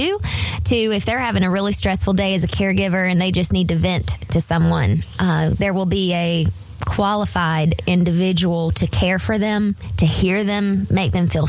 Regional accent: Robeson County, North Carolina, United States; I grew up in Robinson County

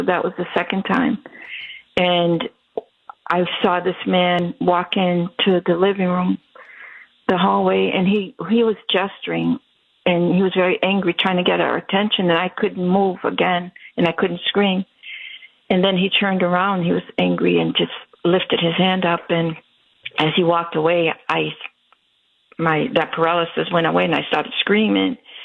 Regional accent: Brazil

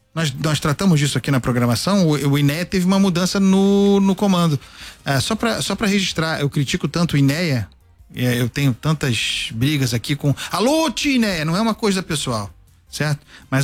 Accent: Rio de Janeiro, Brazil; born there; Nós somos cariocas, nascidos no Rio de Janeiro.

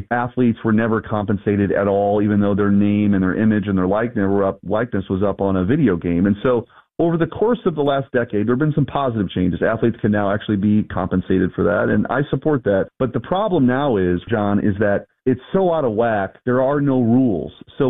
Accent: United States; as an American

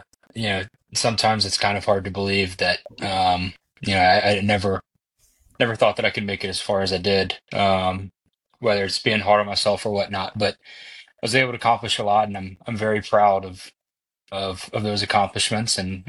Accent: Mountain Brook, Alabama, United States; also born or lived in Birmingham; I grew up obviously in Mountain Brook, went to Mountain Brook High School.

